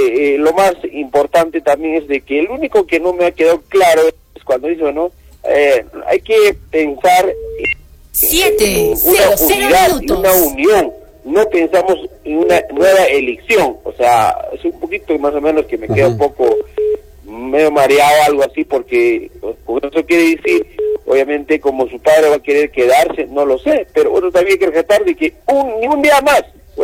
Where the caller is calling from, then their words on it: Peru; de Pogarpata.